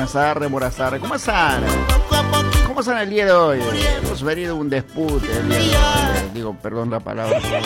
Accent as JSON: {"language": "Spanish", "country": "Bolivia"}